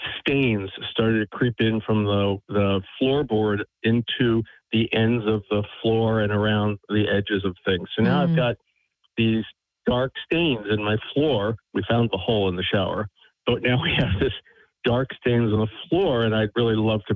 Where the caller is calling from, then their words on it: Hardwick, Massachusetts, United States; Hi, this is … I'm calling from Hardwick, Massachusetts.